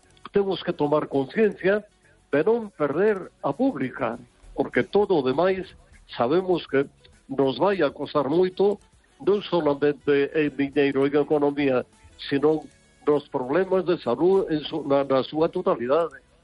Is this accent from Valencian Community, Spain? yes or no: no; Vigo, Galicia, Spain; Hola, buenas noches.